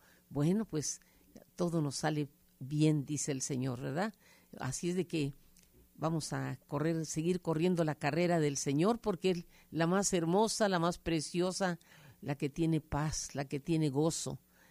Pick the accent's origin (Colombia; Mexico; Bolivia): Mexico; Mexico City; cuando crecí en la Ciudad de México, pues me encontré, después de que mi madre me tuvo en un colegio